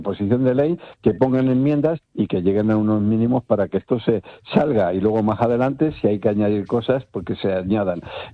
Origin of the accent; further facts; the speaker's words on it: Spain; porque todos somos españoles